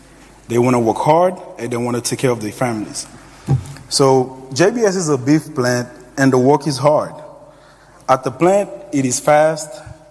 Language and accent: English; Haiti; now in United States; So a little over 2 years ago, I came to this country from Haiti. And like many other immigrants, my first thought was simple.